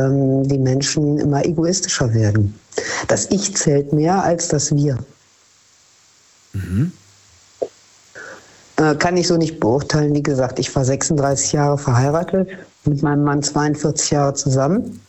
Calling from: North Rhine-Westphalia, Germany; Ich bin eigentlich in der Nähe von Köln.

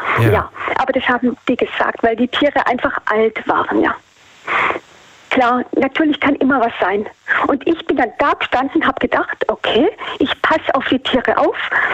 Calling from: Baden-Württemberg, Germany; Kreis Böblingen Richtung Stuttgart.

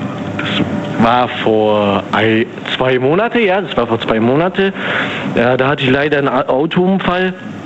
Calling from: Memmingen, Bavaria, Germany; Ich bin aus Memmingen.

